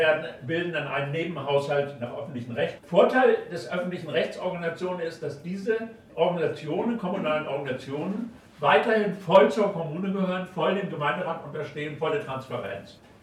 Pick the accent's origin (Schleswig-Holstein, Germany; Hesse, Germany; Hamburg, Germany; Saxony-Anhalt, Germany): Schleswig-Holstein, Germany; ich komme ja aus Schleswig-Holstein oben an der Küste